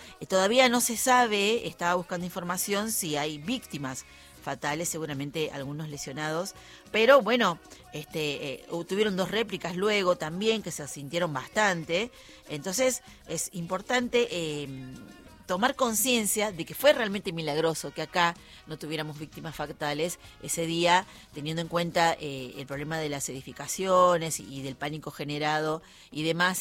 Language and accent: Spanish; Argentina; Somos los argentinos los que recibimos al Papa León.